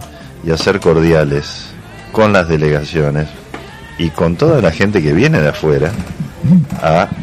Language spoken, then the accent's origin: Spanish; Santa Fe, Argentina